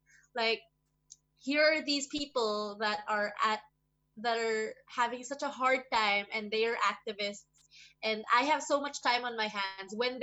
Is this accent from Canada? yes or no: no; Philippines; I am from the Philippines.